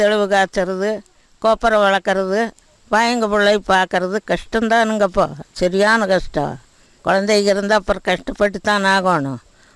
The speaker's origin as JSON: {"language": "Tamil", "town": "Vadaputhur", "region": "Tamil Nadu", "country": "India", "tie": "born or raised there", "said": "ஆமாங்க, கிணத்துக்கடவு கிட்ட வடபுதூர். நான் பிறந்து வளர்ந்தது அந்த ஊர்."}